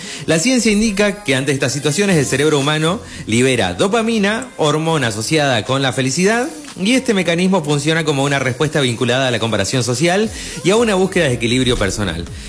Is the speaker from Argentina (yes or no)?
yes; Argentina